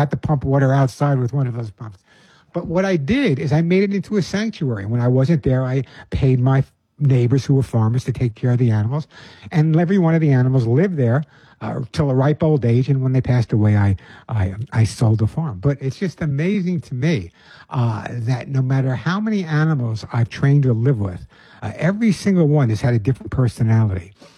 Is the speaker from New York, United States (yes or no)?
yes; Long Island, New York, United States; I grew up on Long Island. I know you can't tell. I grew up on Long Island, and basically all my friends in the neighborhood had dogs.